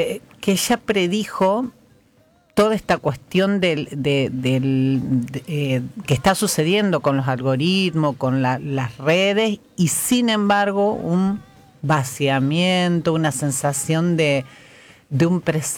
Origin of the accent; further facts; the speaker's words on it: San José de la Esquina, Santa Fe, Argentina; also born or lived in Rufino; Bueno, tengo dos, San José de la Esquina y Rufino.